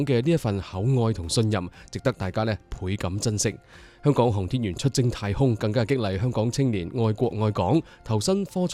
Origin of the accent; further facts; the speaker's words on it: Guangzhou, Guangdong, China; 我作为广州人，同样是大湾区人